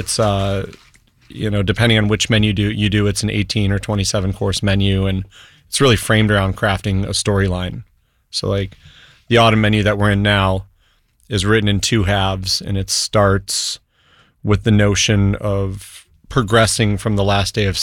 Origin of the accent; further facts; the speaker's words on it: East Coast, United States; also born or lived in Midwest; I grew up in East Coast and in Midwest.